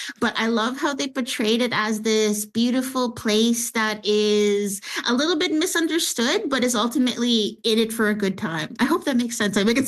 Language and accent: English; Winnipeg, Manitoba, Canada; Well, I'm biased because I'm from Winnipeg and Winnipeg has always been like a magical city for me.